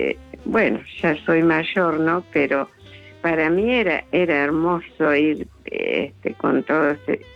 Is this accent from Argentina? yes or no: yes; Santa Rosa, La Pampa, Argentina; Sí, de Santa Rosa a La Pampa